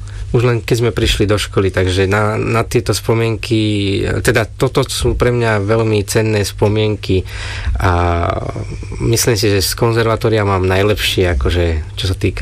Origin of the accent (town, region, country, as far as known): Trnava, Trnava Region, Slovakia; born or raised there